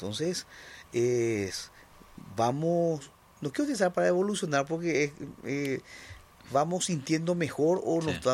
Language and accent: Spanish; Paraguay; porque teníamos ese sentir de que todo lo que era paraguayo no vale.